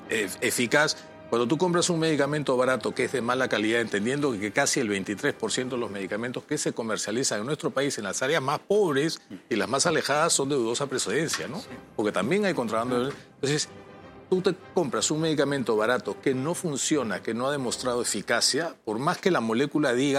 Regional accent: Peru; pues, y somos peruanos, ¿no? Cuando hay fútbol y la selección peruana juega, todos nos ponemos una camiseta, ¿no?

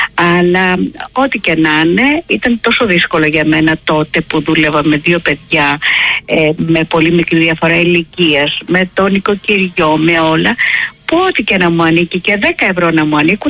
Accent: Argyroupoli, Attica, Greece; Το πατρικό μου είναι στην Αργυρούπολη. Βέβαια η Αργυρούπολη, επειδή έχω ζήσει από παιδάκια και όταν ήταν χωράφια ακόμη.

